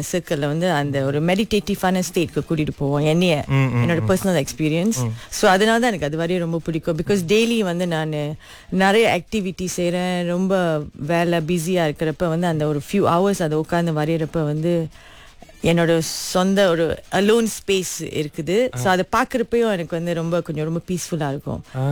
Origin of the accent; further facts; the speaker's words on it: Kuala Lumpur, Federal Territory of Kuala Lumpur, Malaysia; Okay, நான் பிறந்து வளர்ந்ததெல்லாம் கோலாலம்பூர்ல தான். இங்கதான் எல்லாமே.